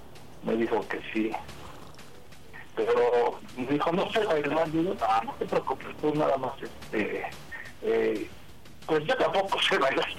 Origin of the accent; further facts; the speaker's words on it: Mexico City, Mexico; De la Ciudad de México.